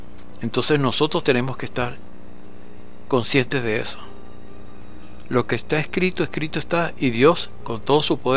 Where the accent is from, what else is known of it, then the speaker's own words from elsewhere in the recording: Carúpano, Sucre, Venezuela; Yo me crié en Carúpano. Y era Casanay. La carretera era de tierra y no había transporte como ahora.